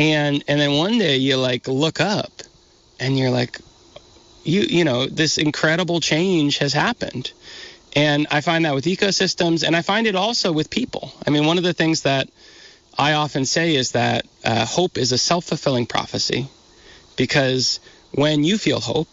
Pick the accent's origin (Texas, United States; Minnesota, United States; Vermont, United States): Vermont, United States; You know, and I'm from Vermont and I like have certain attributes that make it easier for them to do that.